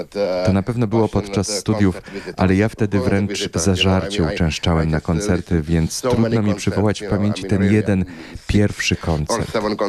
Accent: Prague, Czechia; Urodziłem się w Pradze, tutaj dorastałem i w końcu studiowałem.

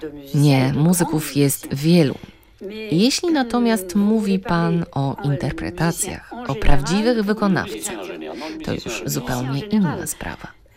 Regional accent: São Paulo, Brazil; Mieszkaliśmy wtedy w São Paulo, moi rodzice i ja. Bo muszę panu powiedzieć, że urodziłam się w Brazylii właściwie przypadkiem.

